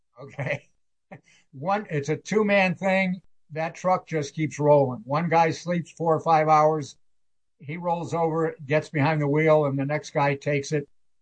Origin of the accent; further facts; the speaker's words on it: East Hartford, Connecticut, United States; I grew up in East Hartford. My dad worked at Pratt & Whitney, and like everybody in East Hartford did.